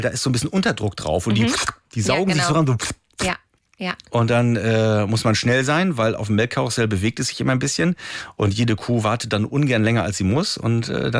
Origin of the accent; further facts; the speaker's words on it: East Germany, Germany; Und ich bin in der DDR groß geworden